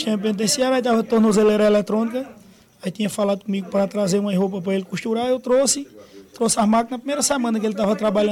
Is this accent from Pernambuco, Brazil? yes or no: yes; Toritama, Pernambuco, Brazil; É, eu sou daqui de Toritama, eu sou tio dele, mas ele residia aqui em Cachoeira. Eu sou de Toritama